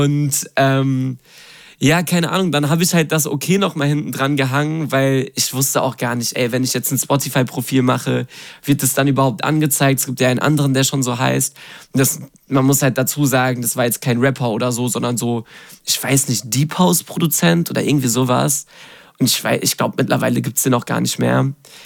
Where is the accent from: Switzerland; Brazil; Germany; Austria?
Germany; Dortmund, North Rhine-Westphalia; Und ich komme halt aus Dortmund